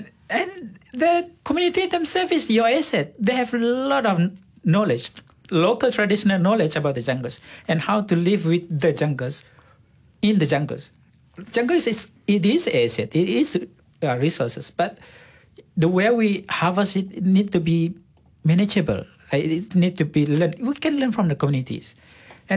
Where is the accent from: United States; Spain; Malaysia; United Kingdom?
Malaysia; Sarawak; We Sarawakian, please love us also. Come on. I'm Penan.